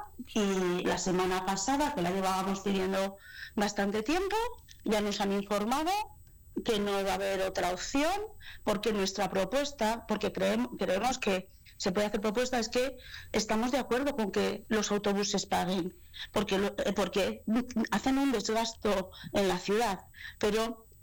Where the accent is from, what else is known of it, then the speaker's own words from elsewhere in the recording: Segovia, Castile and León, Spain; nosotros, los guías de Segovia, somos vecinos